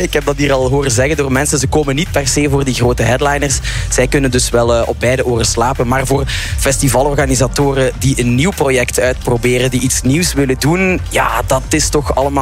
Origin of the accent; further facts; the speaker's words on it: Belgium; Bij ons in België